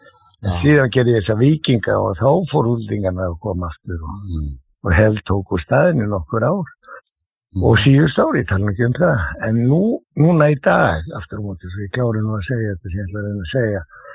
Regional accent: Reykjavík, Capital Region, Iceland; ég fættur á uppalinn í Klefsóttinu

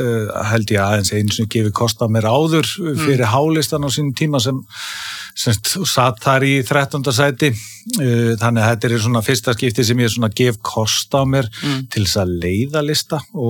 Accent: Sandgerði, Southern Peninsula, Iceland; Ég fættur uppalinn hérna á Íslandi og búsettur í Sangeri bara nær allt mitt líf

